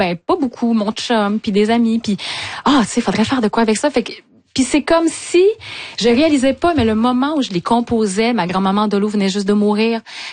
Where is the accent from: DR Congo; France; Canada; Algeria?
Canada; Quebec; moved away; c'est ma façon à moi de replanter mes racines dans ce lieu-là d'où je viens, qui est la Gaspésie, que j'ai quitté, mais que j'ai comme requitté une deuxième fois quand la maison familiale a été vendue.